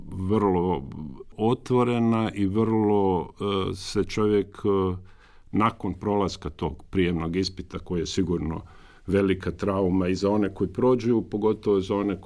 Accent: Umag, Istria County, Croatia; Ovako, ja sam rođen i odrastao i školovan u Umagu.

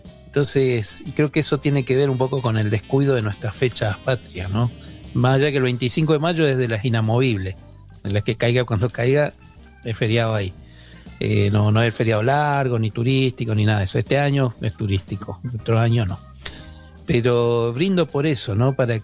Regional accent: Itatí, Corrientes, Argentina; en mi pueblo, en Itatí

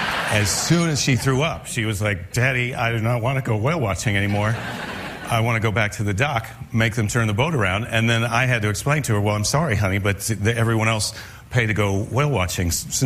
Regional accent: Iowa, United States; We were going to go whale watching because I'm from the Midwest. I'm from Iowa, where whale watching was not on the menu.

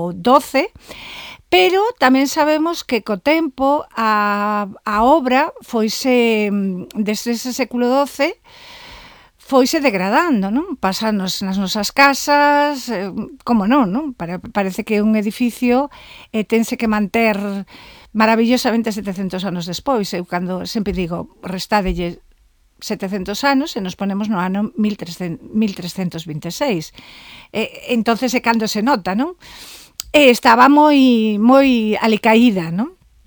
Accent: A Coruña, Galicia, Spain; now in Santiago de Compostela, Spain; Na cidade de Herculina, que tamén me dicen que xa non son de Coruña, que como traballo en Compostela, pois non son coruñesa

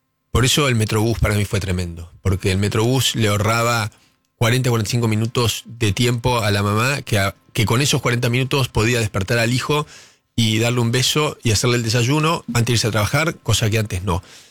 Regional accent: Argentina; la economía estabilizada, que es era un desafío enorme que teníamos como argentinos

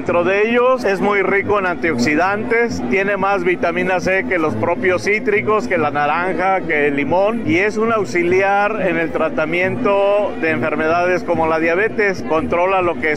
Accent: Mixquiahuala, Hidalgo, Mexico; Venimos del municipio de Mezquiahuala, Hidalgo.

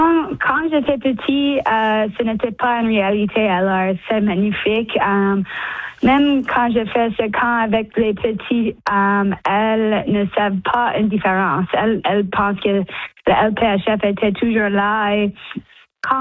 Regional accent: Toronto, Ontario, Canada; French is a second language; je suis retournée chez moi à Toronto. J'ai fait beaucoup d'entraînement dans mon gym en Burlington puis sur la glace aussi.

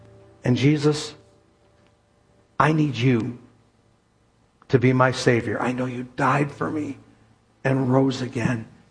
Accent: United States; born there; I was born in America

